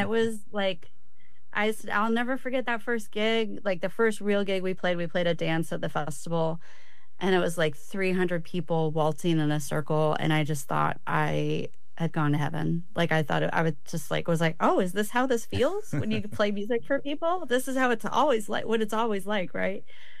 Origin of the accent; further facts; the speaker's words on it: Juneau, Alaska, United States; also born or lived in Ketchikan; So I grew up in Juneau. I was born in Ketchikan, but we moved to Juneau when I was about 9.